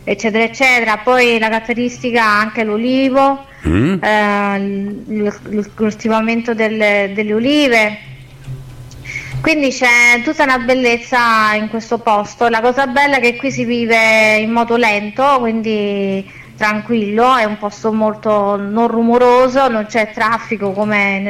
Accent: Campodimele, Lazio, Italy; Diciamo queste sono un po' le mie origini, da dove provengo.

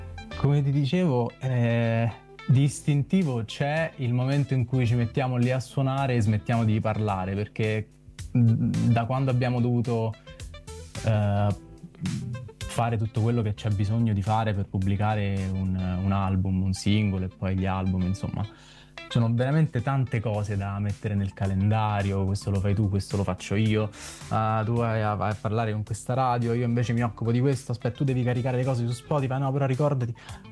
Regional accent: Pescara, Abruzzo, Italy; moved away as an adult; now in Rome, Italy; Da una calda Roma, ma sono abruzzese di Pescara.

